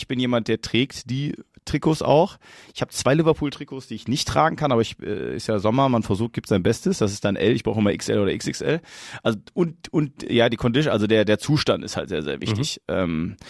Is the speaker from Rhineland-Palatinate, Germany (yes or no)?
no; North Rhine-Westphalia, Germany; also ich komme aus der Nähe von Duisburg